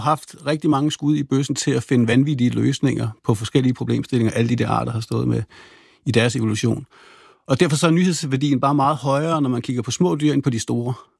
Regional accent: Rødvig, Zealand, Denmark; jeg voksede op nede i Rødevig, hvor jeg lå og sejlede rundt i min optimistjolle

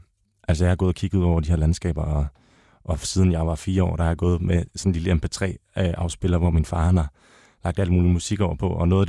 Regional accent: Slettestrand, North Denmark Region, Denmark; Jeg er vokset op ved Slettestrand, helt op ved Nordvestjylland.

